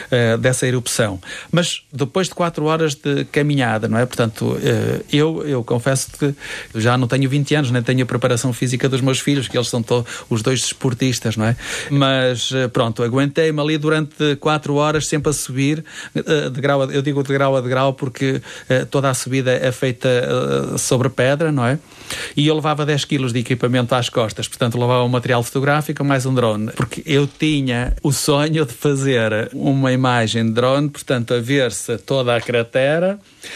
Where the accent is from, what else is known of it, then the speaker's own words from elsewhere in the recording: Norte, Portugal; Eu sou duriense, não é? Sou transmontano duriense